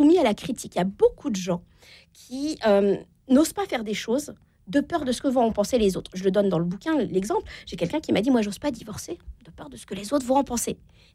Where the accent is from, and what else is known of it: Normandy, France